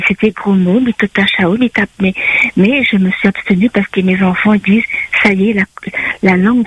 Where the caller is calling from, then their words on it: Réunion; moi, je suis réunionnaise, je suis mariée à un métro, et à la maison, on parle français.